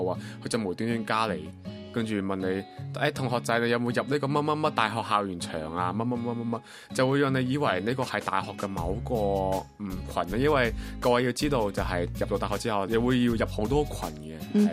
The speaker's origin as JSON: {"language": "Cantonese", "country": "Macau", "said": "大家好，"}